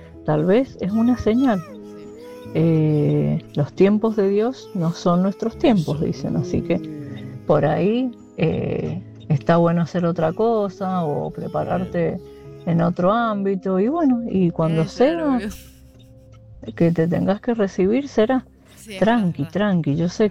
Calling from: Mendoza, Argentina; Soy de Mendoza.

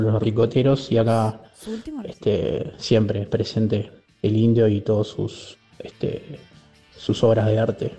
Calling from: Uruguay; como uruguayo

